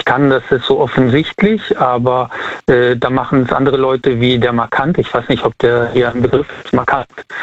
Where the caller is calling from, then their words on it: Siegburg, North Rhine-Westphalia, Germany; Ich komme aus Siegburg.